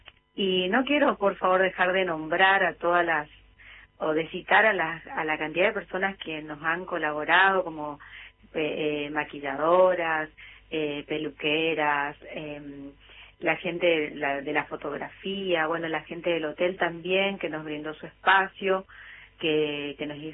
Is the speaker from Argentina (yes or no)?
yes; Chaco, Argentina; now in Puerto Iguazú, Argentina; yo soy chaqueña, y porque tengo familia en Esquina, Corrientes